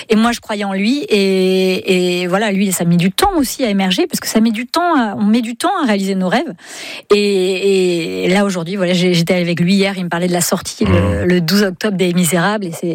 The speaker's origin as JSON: {"language": "French", "region": "Brittany", "country": "France", "said": "Ah bah oui, mais on est breton pas."}